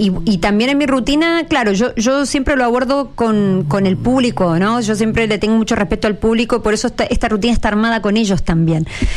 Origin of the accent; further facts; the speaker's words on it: Argentina; now in Chile; Y yo estoy acá y me dicen, no se te va el acento. Digo, yo no sé ahora cómo hablo, y soy chilena, yo soy argentina.